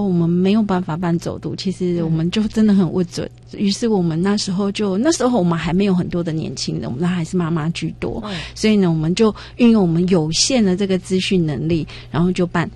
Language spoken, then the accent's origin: Chinese; Hualien, Hualien County, Taiwan; now in Xinzhuang, Taiwan; 以前因为我是花莲人，所以以前呢，我别人问我说你是哪里人，我会告诉他我说我是花莲人